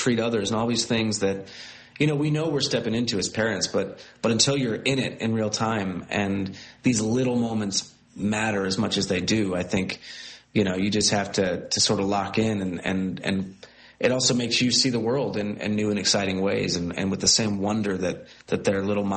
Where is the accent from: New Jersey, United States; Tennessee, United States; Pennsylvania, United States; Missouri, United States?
New Jersey, United States; Well, as I mentioned, we grew up in Jersey and, you know, been lifelong Giant